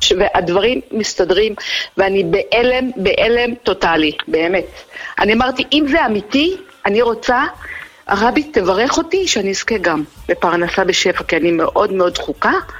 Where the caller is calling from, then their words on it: Jerusalem, Jerusalem District, Israel; אני בירושלים.